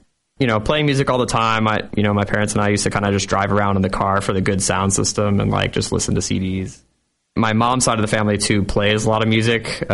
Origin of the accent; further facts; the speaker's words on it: Sarasota, Florida, United States; moved away; I'm from Sarasota, Florida, where I spent most of my childhood.